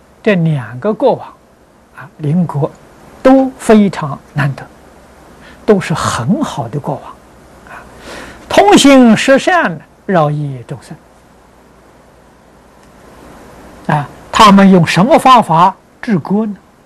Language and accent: Chinese; China; 说80年呢，我们中国人讲虚岁，80岁啊